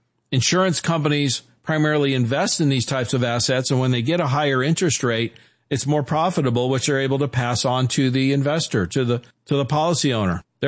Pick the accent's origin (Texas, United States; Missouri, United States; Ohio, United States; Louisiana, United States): Missouri, United States; Kansas City; born there; I'm like, "No, I was born in Kansas City, Missouri." So I'm as American as it comes, but I am half Hungarian, my dad's heritage